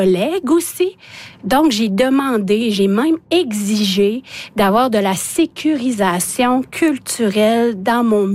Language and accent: French; Canada; first language Innu; French is a second language; Imagine, moi qui parle Inuit-Moon, ma langue maternelle, c'est l'Inuit-Moon, j'étais rendue une défendresse de la langue française.